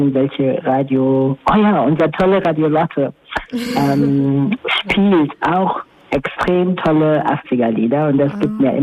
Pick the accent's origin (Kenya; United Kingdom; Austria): Kenya; moved away; Ich komme aus Kenia